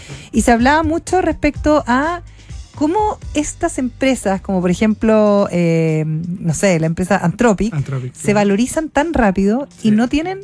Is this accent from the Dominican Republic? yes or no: no; Chile; Que es lo que tenemos más cerca como chilenos